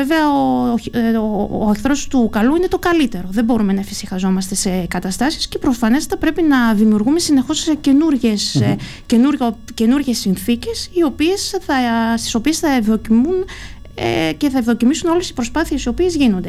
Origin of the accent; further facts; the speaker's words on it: Greece; Ένα ιδιαίτερο χαρακτηριστικό μας ως Έλληνες